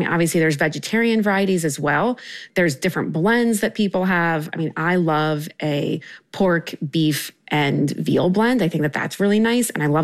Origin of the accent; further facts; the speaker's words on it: Maryland, United States; But growing up in Maryland, we didn't necessarily eat a lot of hot dogs.